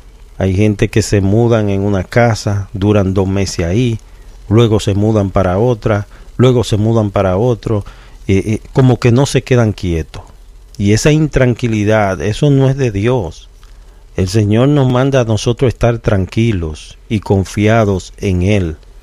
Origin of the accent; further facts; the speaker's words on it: Samaná, Dominican Republic; pero yo soy de una provincia que no está muy lejos, que es Samaná, así que estamos ahí cerquita.